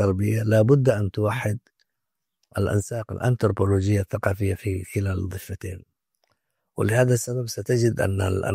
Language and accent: Arabic; Yemen; نحن عندنا في اليمن في بعض اللغات التاريخية خبت أو تلاشت وذابت في أساس العربية العامة التي نتحدث فيها الآن